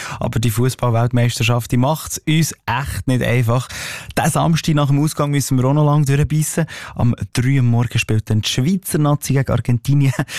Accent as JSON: {"language": "German", "country": "Morocco", "said": "als Marokkaner sage ich da natürlich Dimam Kreb"}